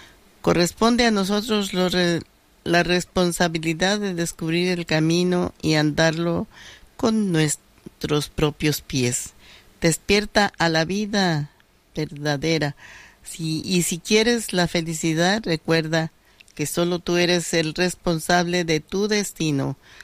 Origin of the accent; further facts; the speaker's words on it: Jalisco, Mexico; porque soy de Jalisco, ¿verdad?